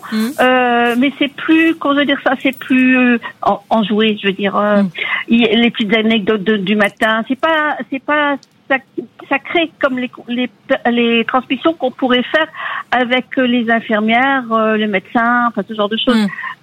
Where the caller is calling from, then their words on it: Hauts-de-France, France; Près de Lille.